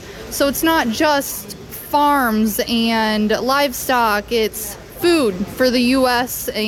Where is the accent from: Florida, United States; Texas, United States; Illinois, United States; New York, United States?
Illinois, United States; Marseilles; moved away as an adult; now in Kankakee County, United States; I'm from LaSalle County, small town of Marsales. I was born and raised there